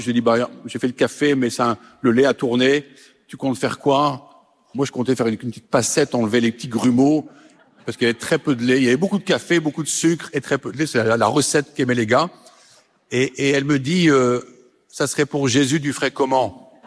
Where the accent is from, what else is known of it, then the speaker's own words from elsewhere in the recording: Paris, Île-de-France, France; Dans les embouteillages, je suis un Parisien, donc grande joie.